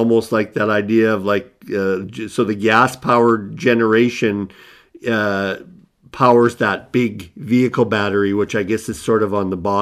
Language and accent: English; Nunavut, Canada; now in Yellowknife, Canada; we are in Yellowknife, which is shocking to me because I grew up in Nunavut.